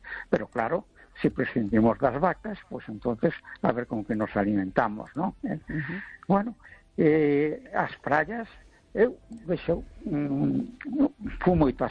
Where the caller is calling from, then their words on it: A Coruña, Galicia, Spain; de La Coruña.